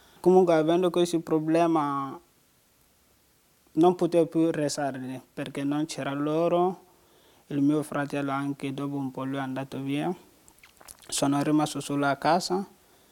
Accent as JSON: {"language": "Italian", "country": "Côte d’Ivoire", "also_born_or_lived": "Guinea", "second_language": "Italian", "moved": "as an adult", "said": "Io vengo dalla Costa d'Avorio, ora ho 25 anni."}